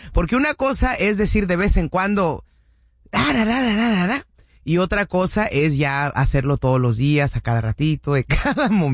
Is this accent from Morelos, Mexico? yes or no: yes; Cuernavaca, Morelos, Mexico; Poquito me identifico, pues soy de Cuernavaca, Morelos, pues casi, soy chilanguita.